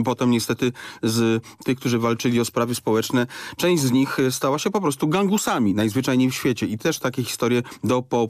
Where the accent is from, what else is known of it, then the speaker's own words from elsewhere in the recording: Ostrowiec Świętokrzyski, Świętokrzyskie Voivodeship, Poland; born there; now in Łódź, Poland; urodziłem się w Ostrowcu Świętokrzyskim, ale też w mieście robotniczym, bo tam dwie huty i bardzo mocny bunt, bardzo mocny PPS i bieda również